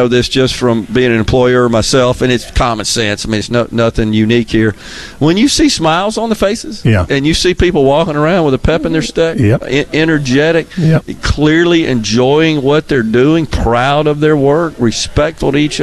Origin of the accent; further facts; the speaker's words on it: Mississippi, United States; right here in my home state, in this area.